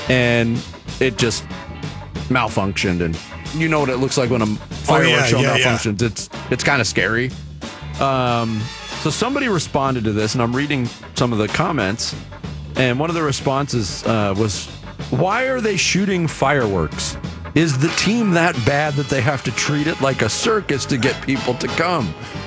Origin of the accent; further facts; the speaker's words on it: Phoenix, Arizona, United States; I grew up on the rough streets of Northwest Phoenix.